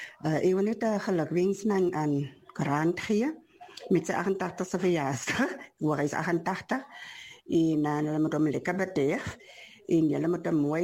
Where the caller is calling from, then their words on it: Oudtshoorn, Western Cape, South Africa; Dit kom van … van Oudtshoorn.